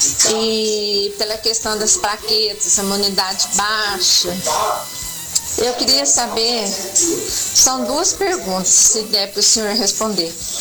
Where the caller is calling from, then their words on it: Varginha, Minas Gerais, Brazil; Eu sou de Varginha